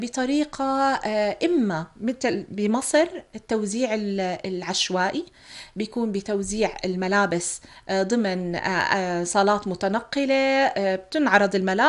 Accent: Jordan; إحنا كمجتمع أردني

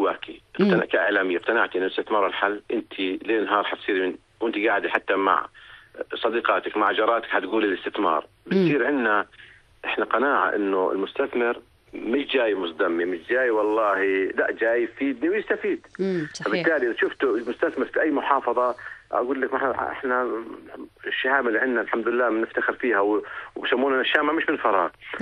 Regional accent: Jordan; بلدنا فيها هاي الخيرات

